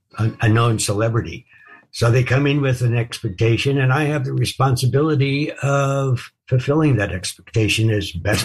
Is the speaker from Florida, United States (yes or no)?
no; New York, United States; Growing up in New York, I grew up in New York.